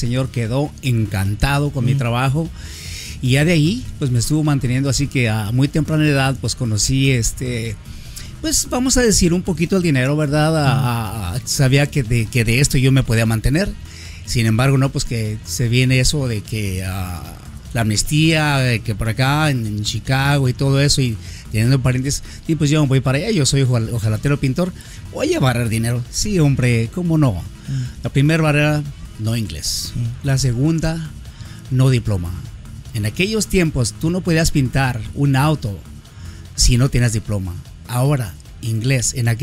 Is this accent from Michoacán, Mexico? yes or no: yes; Michoacán, Mexico; moved away as an adult; also born or lived in Mexico City, Mexico; now in Addison, United States; yo soy de Michoacán, México, y bueno, a muy temprana edad yo me fui para el DF a trabajar.